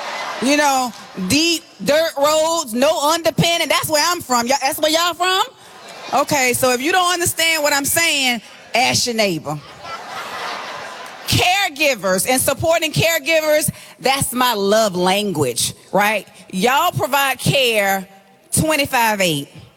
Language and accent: English; South Carolina, United States; So I'm from South Carolina, not to be confused with North Carolina, right? We say, ain't it? Nan, over there, you know, deep dirt roads, no underpinning. That's where I'm from.